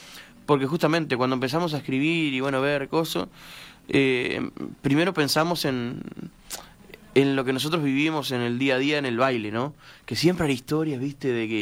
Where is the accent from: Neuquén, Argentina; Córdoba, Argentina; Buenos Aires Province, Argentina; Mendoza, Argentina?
Mendoza, Argentina; Yo soy de Mendoza